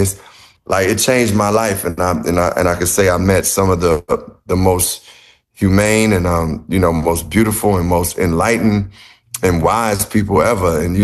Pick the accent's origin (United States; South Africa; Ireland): United States; Chicago, Illinois; And growing up in Chicago, you know, basketball was part of the culture where I grew up in, like, that was the dream.